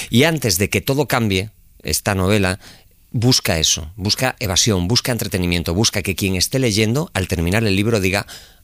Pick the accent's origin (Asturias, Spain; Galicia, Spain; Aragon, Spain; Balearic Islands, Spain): Galicia, Spain; Pontevedra; era un crío con 17 añitos. La primera vez que me vi delante de un micrófono fue en la SER de Radio Pontevedra, que es de donde yo soy.